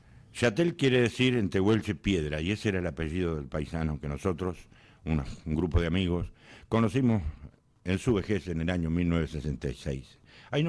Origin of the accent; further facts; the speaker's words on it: Santa Cruz, Argentina; born there; para que los que nacimos en Santa Cruz tengamos el orgullo de decir que somos ar